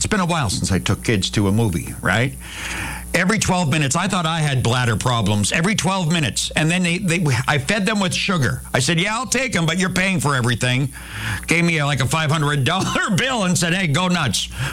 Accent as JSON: {"language": "English", "country": "Canada", "said": "We're Canadian, goodness gracious me."}